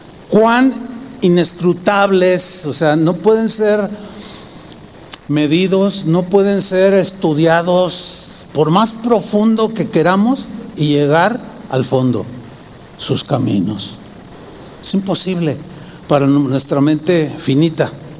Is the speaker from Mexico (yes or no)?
yes; San Luis Potosí, Mexico; born there; no sé qué está pasando allá en, no sé, en San Luis Potosí, donde yo nací.